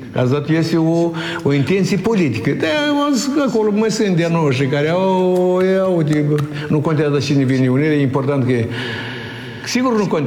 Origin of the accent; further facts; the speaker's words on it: Moldova; Deci Rusia nu vrea nici cum să împaci cu faptul că noi suntem români moldoveni, că noi am fost parte din Principatul Moldova, da?